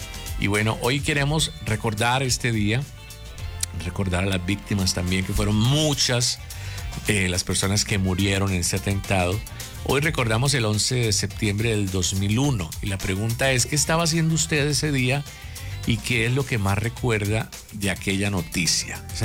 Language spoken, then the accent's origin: Spanish; Bucaramanga, Santander, Colombia; Así que la invitación para que todos los bumangueses y como buenos colombianos nos unamos más fuertes que nunca.